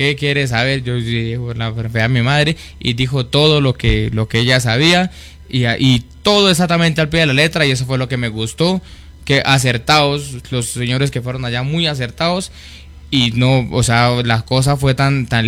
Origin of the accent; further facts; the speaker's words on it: Campo Hermoso, Colombia; Vengo del municipio acá de Campo Hermoso, del corregimiento de Los Cedros.